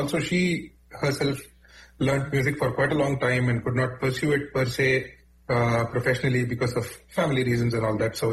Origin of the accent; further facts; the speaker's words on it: Mumbai, Maharashtra, India; now in Chennai, India; I grew up and I was born and raised in Mumbai.